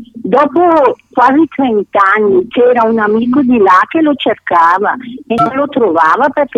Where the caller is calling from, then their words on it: Cazzago San Martino, Lombardy, Italy; Chiamo di Cazzago.